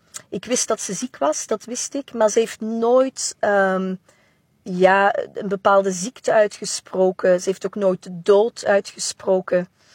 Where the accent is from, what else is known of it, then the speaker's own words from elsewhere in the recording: Belgium; Ze vond het ongelooflijk dat ik uit België kwam.